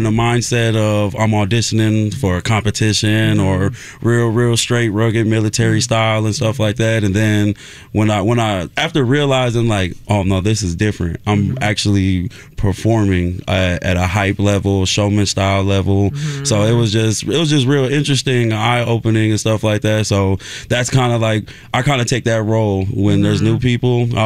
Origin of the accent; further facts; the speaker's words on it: Milwaukee, Wisconsin, United States; moved away as an adult; Yeah, I'm from Milwaukee, graduated from Riverside High School